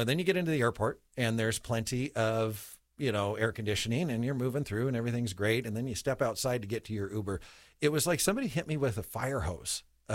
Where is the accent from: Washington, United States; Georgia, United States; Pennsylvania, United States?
Washington, United States; We're from Washington. We're not used to this.